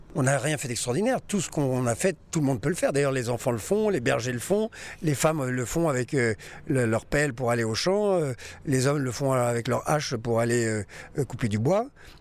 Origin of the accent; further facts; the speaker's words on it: France; on est français